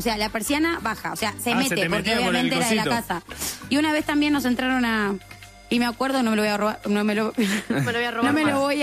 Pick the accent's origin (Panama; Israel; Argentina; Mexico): Argentina; San Martín, Buenos Aires Province; Yo soy de San Martín.